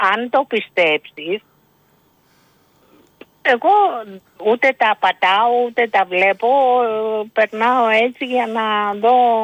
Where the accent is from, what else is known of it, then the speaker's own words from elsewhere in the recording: Athens, Attica, Greece; now in Corfu, Greece; Εντάξει, και εγώ εκεί μην νομίζεις, μάλλον. Έχω μεγαλώσει στην Αθήνα.